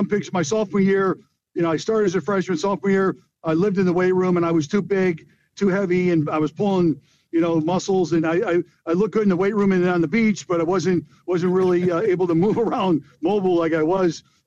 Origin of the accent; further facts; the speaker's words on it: Chicago, Illinois, United States; I really didn't know much about, the Eagles growing up in Chicago, NFC Central. I was growing up as a Bears fan.